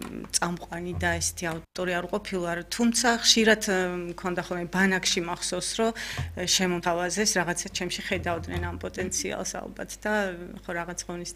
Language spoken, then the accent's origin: Georgian; Kakheti, Georgia; კახელი ვარ.